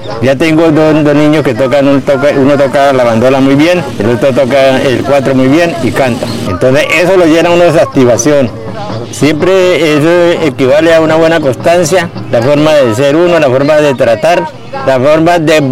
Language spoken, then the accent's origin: Spanish; Arauquita, Arauca, Colombia; moved away as an adult; also born or lived in Santander